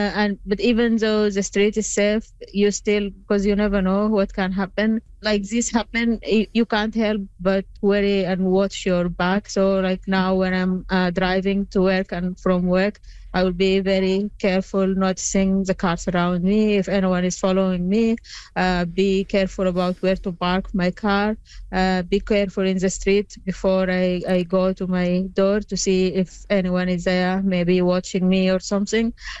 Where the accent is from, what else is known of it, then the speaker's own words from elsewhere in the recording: Sudan; I'm one of them. I am from Sudan too.